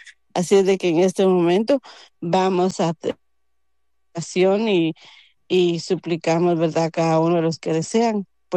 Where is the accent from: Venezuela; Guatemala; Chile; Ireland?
Guatemala; moved away; el área donde nosotros venimos de Guatemala